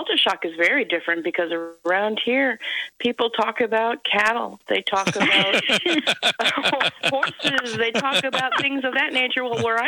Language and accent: English; Iowa City, Iowa, United States; moved away as an adult; now in Missouri, United States; I was born in Iowa City, Iowa, a long time ago. And then I moved to Missouri in, 2005.